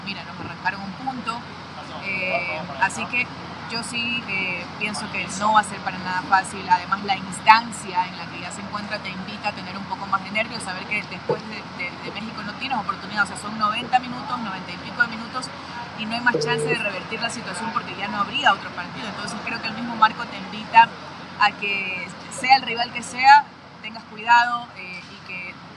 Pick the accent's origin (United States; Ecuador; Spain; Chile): Ecuador; para nosotros como ecuatorianos a veces es muy difícil reconocer lo propio